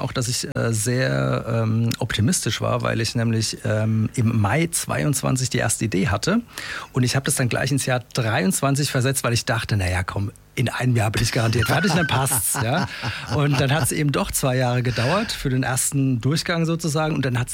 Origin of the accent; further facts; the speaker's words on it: Ascheberg, North Rhine-Westphalia, Germany; ich komme aus Ascheberg, ursprünglich, jetzt mittlerweile aus Wärzbarsch.